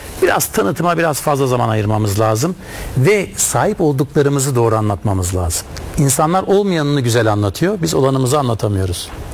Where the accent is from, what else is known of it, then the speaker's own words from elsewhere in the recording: Istanbul, Turkey; Ben Tarabya'da doğdum büyüdüm.